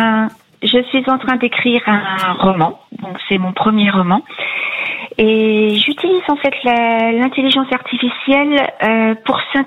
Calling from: Ambly-sur-Meuse, Grand Est, France; je vous appelle du département de la Meuse, à quelques kilomètres de Verdun.

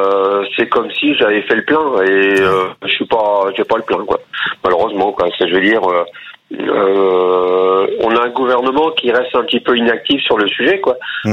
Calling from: Normandy, France; De la Madeleine-Loncourt, dans l'Eure

